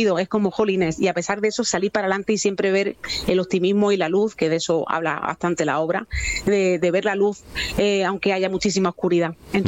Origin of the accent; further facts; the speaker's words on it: Cieza, Region of Murcia, Spain; now in Murcia, Spain; quizá también haya un poquito de murciano, porque yo, aunque soy de Cieza, también llevo